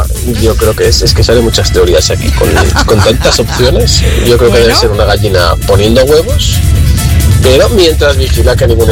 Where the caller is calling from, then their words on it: Barbastro, Aragon, Spain; de Barbastro